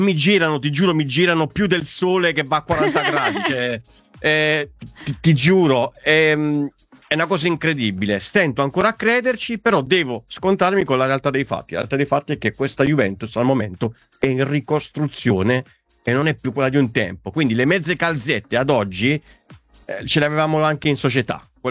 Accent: Southern Italy, Italy; Non ti do gli auguri, perché da buon terrone ti dico porta male.

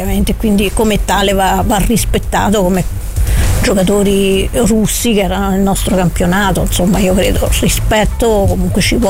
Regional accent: Orvieto, Umbria, Italy; also born or lived in Perugia; Io ci ho rimesso perché io ho vissuto tanti anni a Perugia, ma essendo di Orvieto la targa è TR, per cui anche beffata.

